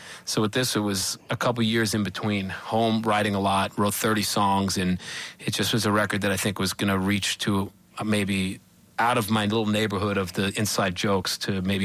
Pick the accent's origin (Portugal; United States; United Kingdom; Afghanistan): United States; New York City, New York; she was from Queens, and I'm from Queens